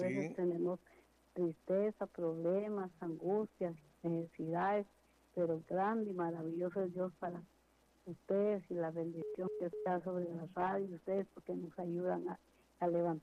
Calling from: Mazatenango, Suchitepéquez, Guatemala; le hablo de Mazatenango

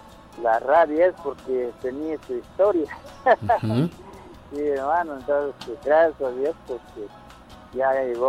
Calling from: San Juan Sacatepéquez, Guatemala Department, Guatemala; Aquí por Caserío Los Guates, por San Juan, Zacatepeque.

